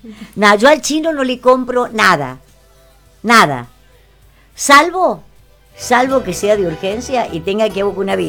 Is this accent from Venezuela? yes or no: no; Villa Mercedes, San Luis, Argentina